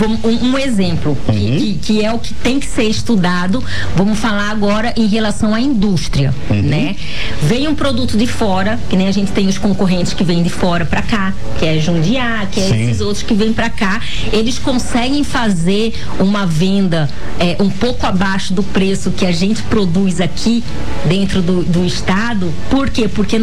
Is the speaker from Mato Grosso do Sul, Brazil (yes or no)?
yes; Corumbá, Mato Grosso do Sul, Brazil; born there; eu sou corumbaense